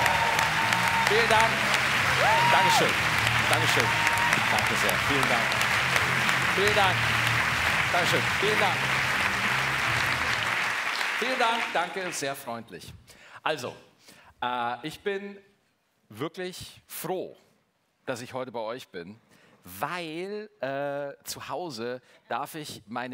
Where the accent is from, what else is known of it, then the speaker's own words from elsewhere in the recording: Bavaria, Germany; ich komme aus Niederbayern und da wird der Dialekt so vorne mit den Lippen noch so geformt.